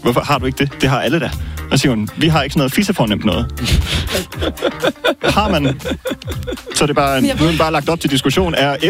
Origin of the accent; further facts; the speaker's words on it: Vejen, Region of Southern Denmark, Denmark; moved away as an adult; jeg har været hjemme på ferie, hjemme i Vejen. Vi kommer over fra det samme sted